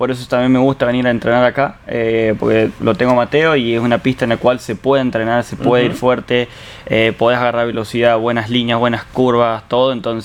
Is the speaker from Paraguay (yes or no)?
no; Río Cuarto, Córdoba, Argentina; yo soy de Río Cuarto